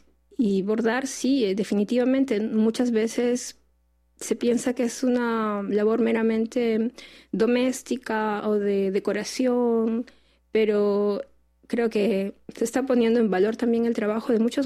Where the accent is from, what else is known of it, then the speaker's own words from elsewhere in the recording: Peru; now in Arequipa, Peru; Arequipa, que es la ciudad donde yo vivo